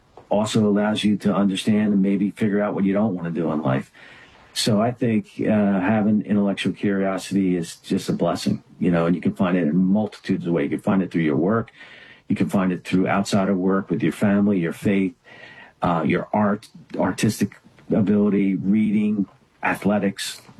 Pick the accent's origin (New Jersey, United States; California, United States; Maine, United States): New Jersey, United States; Runnymede; I grew up in South Jersey, Runnymede, New Jersey, little blue collar community.